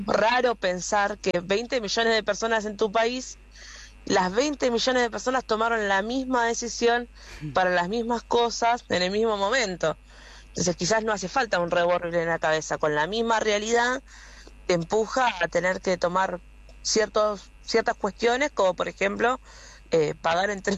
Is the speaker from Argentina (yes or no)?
yes; Argentina; es un problema que lo tenemos que sacar juntos como argentinos.